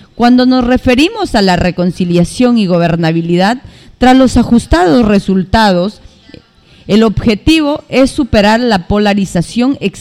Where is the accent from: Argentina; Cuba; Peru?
Peru; Peruvians; El Dorado Province, San Martín; Un mensaje como peruanos, un mensaje como vecinos dentro de nuestra provincia El Dorado